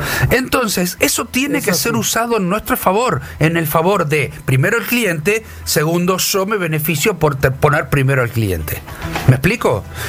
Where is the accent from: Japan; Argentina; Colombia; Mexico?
Argentina; Nosotros como argentinos tenemos ciertas características que nos hacen que están dentro de nuestro paraguas cultural.